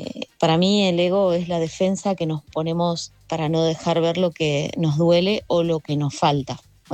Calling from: Villa Ballester, Buenos Aires Province, Argentina; de Ballester.

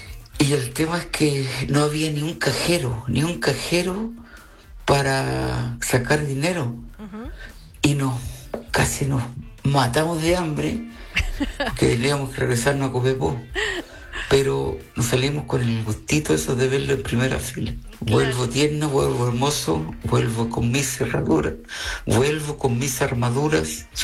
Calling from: Copiapó, Atacama, Chile; Yo vivo en Copiapó

